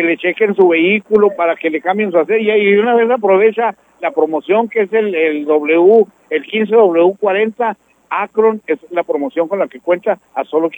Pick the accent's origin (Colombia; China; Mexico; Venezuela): Mexico; Porque habiendo intermediarios, somos mexicanos, Gaby.